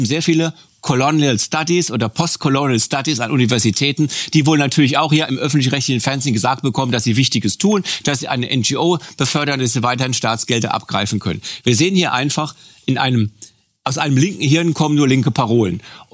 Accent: Germany; Das waren Pogrome, die wir denken als Deutsche.

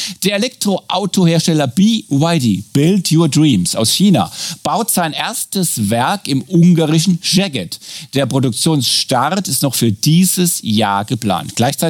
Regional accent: France; Da würde ich eigentlich als Franzose sagen, was kann da schon schiefgehen? Mon Dieu.

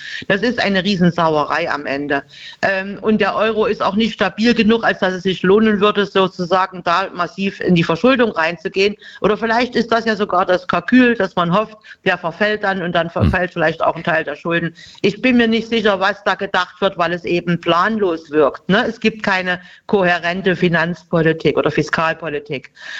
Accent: East Germany, Germany; Als Ostdeutsche habe ich das schon einmal im Erwachsenenalter mitgemacht, ja, in den 90er Jahren.

